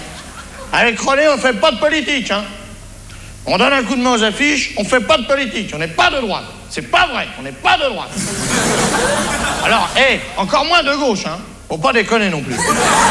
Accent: France; D'abord parce que je suis français

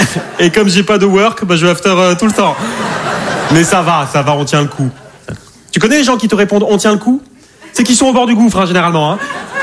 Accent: Arcachon, Nouvelle-Aquitaine, France; Je n'ai rien contre les vieux, je viens du bassin d'Arcachon. C'est... Ah bah c'est l'emblème, hein.

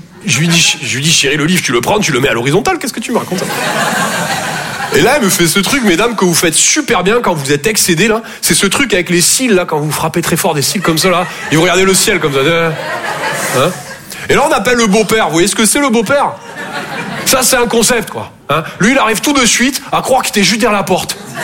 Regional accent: Toulouse, Occitanie, France; Je viens de Toulouse à la base. Ouais, ça s'entend un peu, ouais. Bah, mon accent, c'est vraiment comme mon sexe

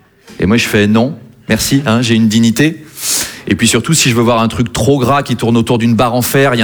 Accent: Versailles, Île-de-France, France; Moi je viens de Versailles. Il y en a qui connaissent? Qui sont déjà allés? C'est un délire. Hein? Moi j'ai passé 22 ans de ma vie là-bas.

